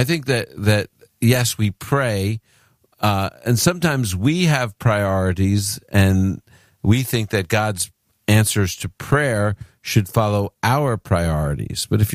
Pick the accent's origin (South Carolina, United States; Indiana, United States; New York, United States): New York, United States; Brooklyn; And that's what I call the Holy Land because I'm from Brooklyn.